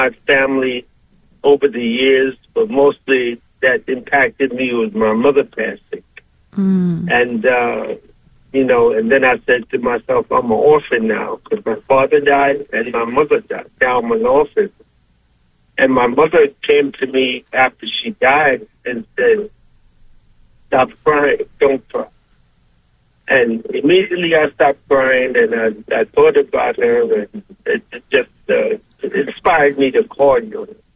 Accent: Brooklyn, New York, United States; I was raised Catholic in the Catholic Church

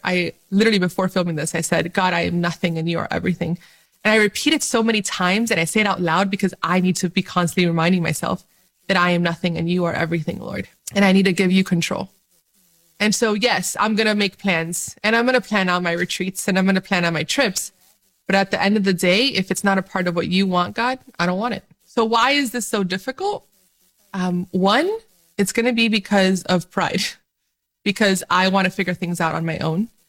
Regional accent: Dominican Republic; I'm Dominican from the Dominican Republic, but I'm also Arabic. And my grandfather was raised in Bethlehem, you know, where Jesus was born.

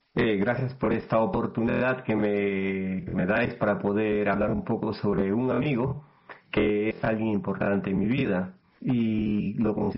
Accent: Iquitos, Loreto, Peru; moved away; Soy de Iquitos, Perú

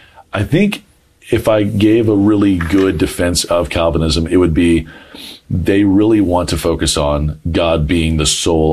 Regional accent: Douglasville, Georgia, United States; Yeah, so I grew up in Metro Atlanta. I grew up in Douglasville, Georgia.

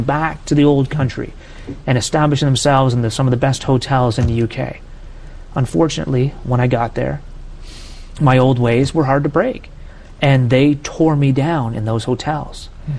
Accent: Canada; As a Canadian, we played road hockey nonstop.

